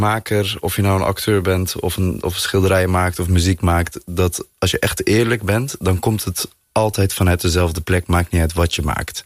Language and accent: Dutch; North Brabant, Netherlands; Nee, want ik kom uit West-Brabant en daar was discriminatie best wel gewoon veel voorkomend.